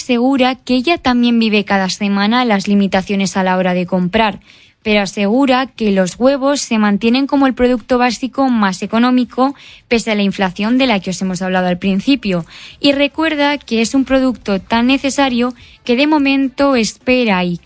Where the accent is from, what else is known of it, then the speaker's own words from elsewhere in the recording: La Rioja, Spain; somos todos los riojanos